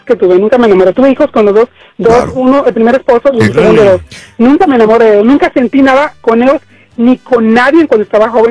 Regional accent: Honduras; ustedes no sé si son mexicanos o de dónde sean ustedes, pero yo soy hondureño.

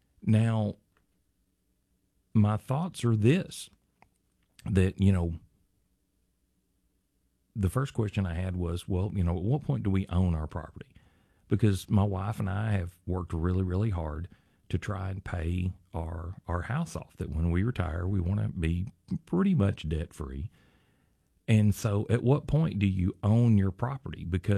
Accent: Saline County, Arkansas, United States; We're both from Saline County. We've lived here our whole life.

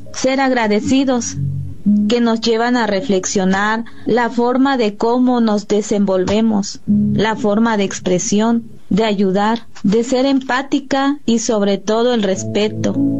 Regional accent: Huejutla de Reyes, Hidalgo, Mexico; mi profesión es la docencia. Soy originaria del Xuchil, Huejutla, Hidalgo.

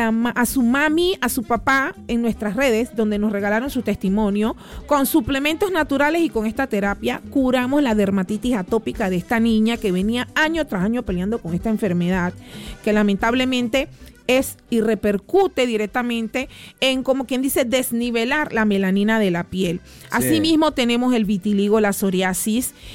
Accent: Panama; Soy panameña

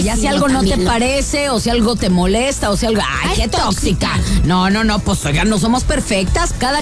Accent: Guadalajara, Jalisco, Mexico; moved away as an adult; now in United States; tu servidora … este par de tapatías que importaron desde Guadalajara, Guadalajara, Jalisco, México.

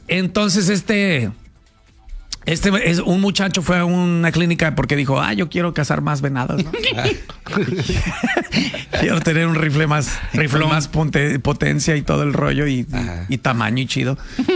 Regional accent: Mexico

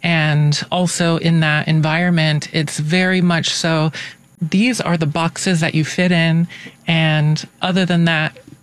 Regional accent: Athens, Tennessee, United States; moved away as an adult; now in Chicago, United States; I originally am from rural East Tennessee. Tiny little town called Athens.

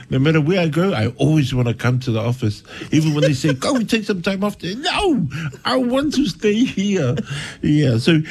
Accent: Wellington, New Zealand; born there; Even though I was born in Wellington, man, going back home is like something that I have to have as a Samoan

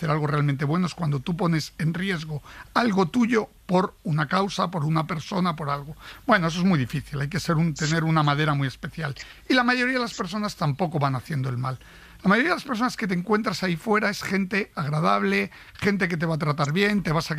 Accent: Spain; now in Italy; No, no creo que vaya a volver a España. Yo soy también italiano, mi mujer es italiana

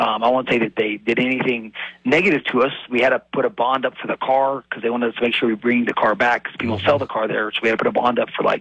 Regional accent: New Mexico, United States; moved away; you are the foreign exchange student from New Mexico.

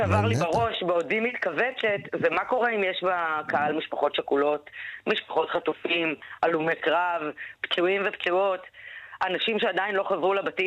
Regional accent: Bat Yam, Tel Aviv District, Israel; אני גדלתי בבת ים

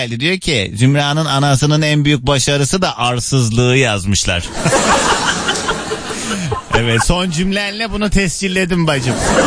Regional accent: Kars, Turkey; Bir ben Karslıyım.

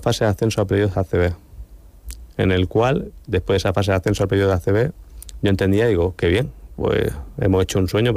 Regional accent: Cartagena, Region of Murcia, Spain; Siendo de Cartagena, siendo cartagenero, o sea, conociendo a mis paisanos de cómo es esta ciudad...

